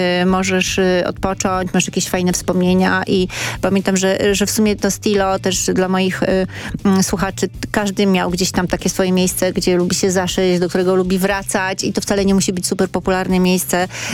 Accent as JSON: {"language": "Polish", "town": "Mielno", "region": "West Pomeranian Voivodeship", "country": "Poland", "also_born_or_lived": "Sopot", "moved": "yes", "said": "ja pochodzę z Mielna. Potem też 10 lat mieszkałam w Sopocie"}